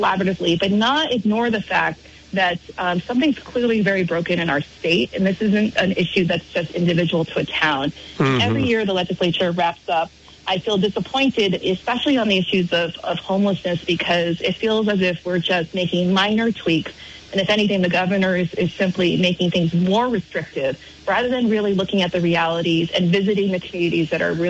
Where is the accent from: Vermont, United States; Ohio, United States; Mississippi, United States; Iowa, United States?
Vermont, United States; Barre; now in Burlington, United States; I grew up in Barry